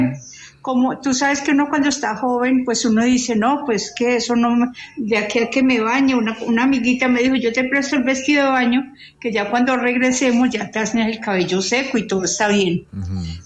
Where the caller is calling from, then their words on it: Medellín, Antioquia, Colombia; estoy en Medellín.